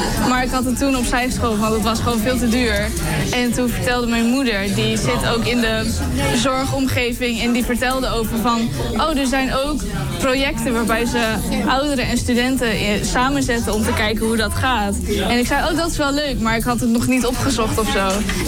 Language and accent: Dutch; Friesland, Netherlands; born there; now in Hoogkerk, Netherlands; Ik ben geboren in Friesland. En ik woon nu hier in Hoogkerk. Ik ben 19 jaar oud.